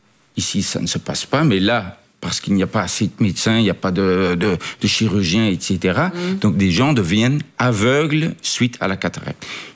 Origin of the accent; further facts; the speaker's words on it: Bujumbura, Bujumbura Mairie, Burundi; moved away; J'ai grandi à Bujumbura.